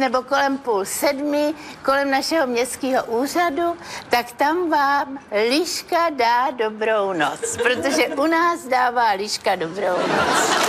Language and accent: Czech; Broumov, Hradec Králové Region, Czechia; born there; also born or lived in Nowa Ruda (Neurode), Poland; Já jsem se narodila za války, teda za druhý světový války. A tam jsme se přistěhovali v 46., když jsme zjistili, že jsme Češi. A vlastně tam pobýváme až doteď. V Broumově. A Broumov teda, nechci to nějak vychvalovat, ale je to čarokrásný, nádherný město